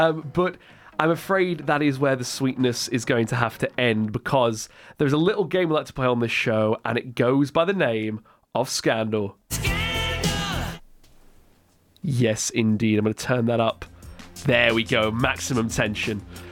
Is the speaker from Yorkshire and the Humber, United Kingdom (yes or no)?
yes; Doncaster, Yorkshire and the Humber, United Kingdom; I'm from Doncaster.